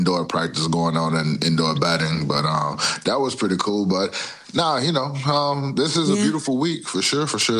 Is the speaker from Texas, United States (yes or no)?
yes; Houston, Texas, United States; You know what? I really like growing up in Houston.